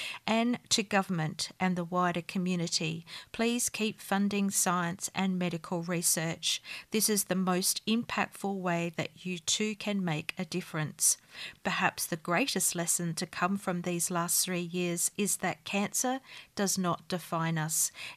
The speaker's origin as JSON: {"language": "English", "region": "Tasmania", "country": "Australia", "tie": "born or raised there", "said": "my amazing online community which spans many countries, and of course my hometown Tasmanians."}